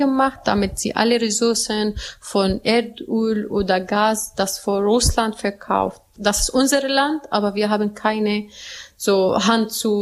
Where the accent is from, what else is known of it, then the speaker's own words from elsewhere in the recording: Aleppo, Aleppo Governorate, Syria; German is a second language; moved away as an adult; now in Bremen, Germany; Ich komme aus Aleppo Stadt und das ist wirtschaftlich mehr als landwirtschaftlich.